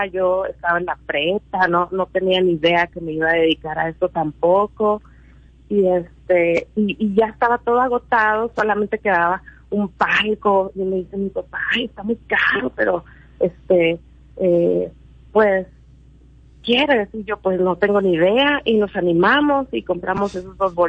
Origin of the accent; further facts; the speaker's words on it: Sonora, Mexico; accent: Sonoran; yo seguramente ya notaron mi acento sonorense.